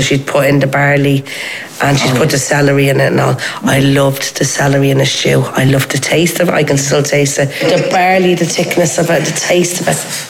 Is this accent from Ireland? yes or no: yes; Cork, Munster, Ireland; now in Dublin, Ireland; I'm from Dublin. I was originally from Cork and my mum was from Bray.